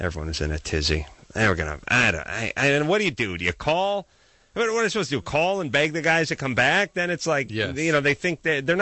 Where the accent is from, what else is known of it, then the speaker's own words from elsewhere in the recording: United States; As an American